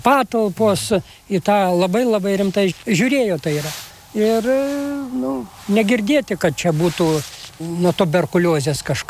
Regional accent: edge of Kelmė district, Šiauliai County, Lithuania; now in Šaukėnai, Lithuania; augau mamos Aušvijoje.

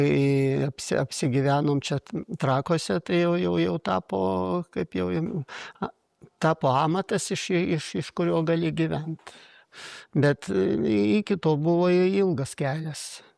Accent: Vilnius, Vilnius County, Lithuania; moved away as an adult; now in near Trakai, Lithuania; Mes, taip sakant, grini miestiečiai, aš Vilniuje ir gimęs

